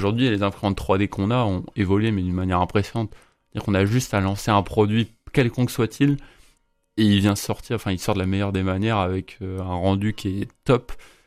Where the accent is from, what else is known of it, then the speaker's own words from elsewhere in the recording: Brittany, France; Entre les Côtes d'Armor et l'Ille-et-Vilaine, c'est-à-dire que j'ai grandi dans les Côtes d'Armor et maintenant j'ai fait mes études en Ille-et-Vilaine, enfin à Rennes.